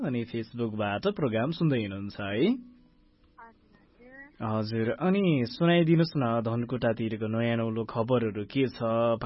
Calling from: Bethanchok, Bagmati, Nepal; हजुर बेथानचोकबाट

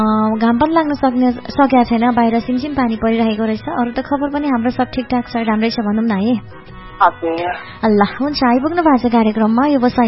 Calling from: Terhathum, Koshi Province, Nepal; तेह्रथुमबाट.

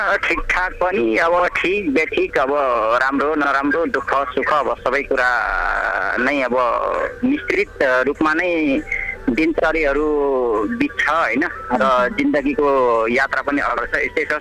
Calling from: Dharan, Koshi Province, Nepal; म पूर्वधरानबाट

